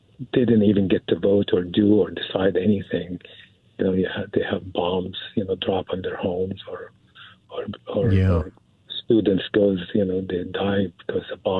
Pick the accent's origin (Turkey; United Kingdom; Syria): Syria; moved away as an adult; now in United States; I'm a big believer in God, you know, because I'm from Syria. I grew up in Syria, and I came to this country at 18, got into the movie business.